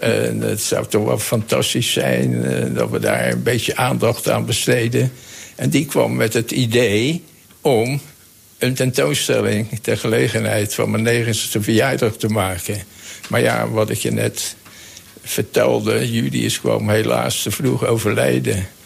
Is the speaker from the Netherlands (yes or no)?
yes; Rotterdam, South Holland, Netherlands; Maar ja, oké, je weet, je hebt het al gezegd, ik ben Rotterdammer.